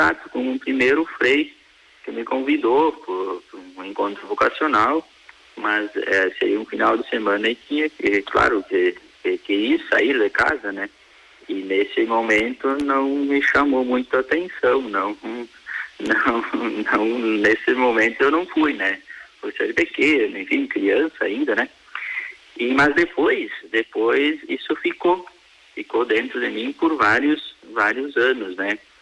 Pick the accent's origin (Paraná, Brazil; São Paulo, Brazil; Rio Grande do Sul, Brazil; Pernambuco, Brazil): Rio Grande do Sul, Brazil; Marau; born there; ali na comunidade de Santo Agostinho, onde eu nasci aqui em Marau, né, foi ali que eu dei os meus primeiros passos na fé cristã